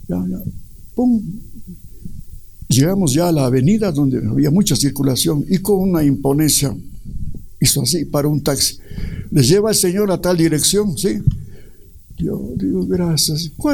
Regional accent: Ecuador; soy ecuatoriano

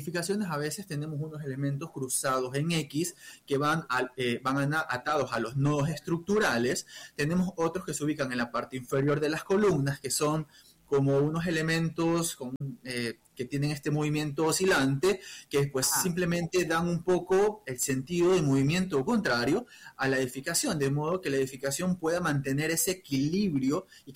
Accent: Portoviejo, Manabí, Ecuador; soy portovejense, manabita, presente en aquel evento telúrico

